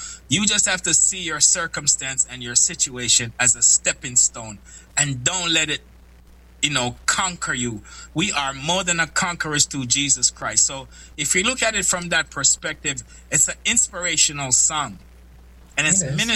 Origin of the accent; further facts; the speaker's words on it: Kingston, Jamaica; I grew up in East Kingston, Franklin Town, Vineyard Town.